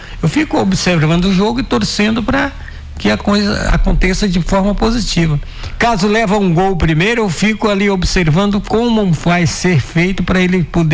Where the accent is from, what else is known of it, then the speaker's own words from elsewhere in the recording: Brazil; Eu sou brasileiro